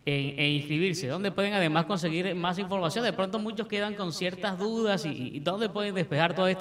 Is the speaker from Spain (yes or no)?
no; Colombia; ¿Qué beneficios trae para nosotros como colombianos el ser parte de la Policía Nacional?